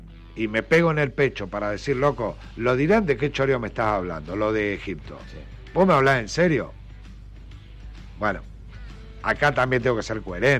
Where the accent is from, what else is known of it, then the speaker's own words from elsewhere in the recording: Argentina; y como somos los argentinos.